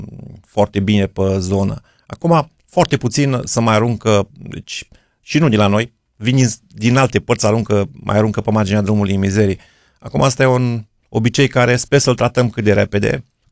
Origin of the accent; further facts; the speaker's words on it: Rus, Sălaj County, Romania; Zona noastră de Valea Someșului e destul de bine dezvoltată.